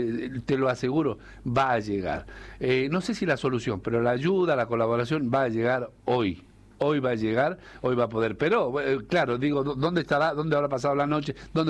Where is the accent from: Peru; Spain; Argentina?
Argentina; Salta; Porque somos salteños. Inclusive los mentarenses somos buena gente.